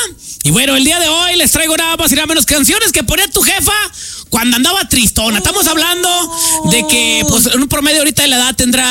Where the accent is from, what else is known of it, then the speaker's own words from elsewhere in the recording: Durango, Mexico; nosotros que somos de Durango